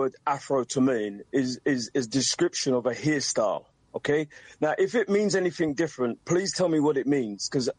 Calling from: London, United Kingdom; I'm calling from East London, United Kingdom.

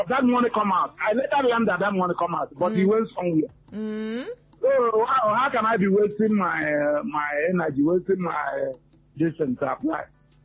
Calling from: Elebu, Nigeria; I'm calling from Elebu.

